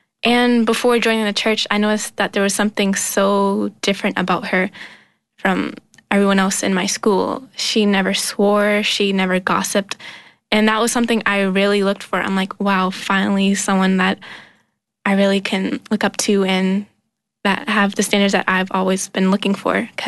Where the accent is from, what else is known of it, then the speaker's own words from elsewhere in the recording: Boston, Massachusetts, United States; I'm from Boston. I lived there a lot of my life.